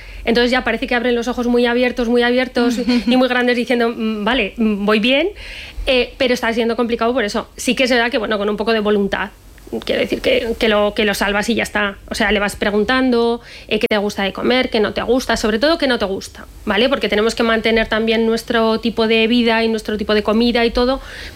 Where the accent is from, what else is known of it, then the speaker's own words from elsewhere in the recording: Aragon, Spain; moved away as an adult; now in Logroño, Spain; nosotros vivimos desde hace 18 años aquí, en Logroño, pero somos maños.